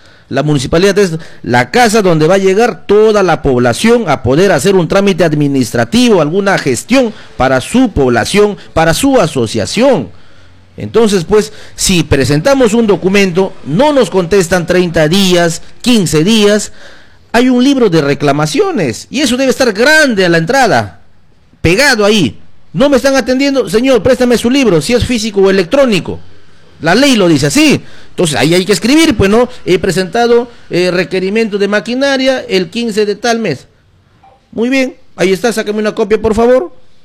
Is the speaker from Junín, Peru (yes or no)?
yes; Pichanaki, Junín, Peru; Yo soy nacido en Pichanaki, pertenezco al centro poblado de Condado Pichiquiari, mi familia está ahí en Condado Pichiquiari, La Libertad, tengo ahí toda la familia